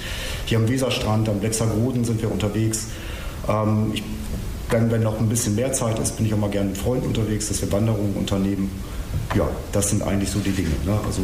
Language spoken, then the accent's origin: German; Verden, Lower Saxony, Germany; moved away as an adult; also born or lived in Hannover; now in Nordenham, Germany; seit mehreren Jahren in Nordenham, dass wir ganz bewusst zu unserer Wahlheimat auserkoren haben. Geboren bin ich allerdings in Hannover, aufgewachsen in Verden an der Aller, wo ich 1998 auch mein Abitur gemacht habe.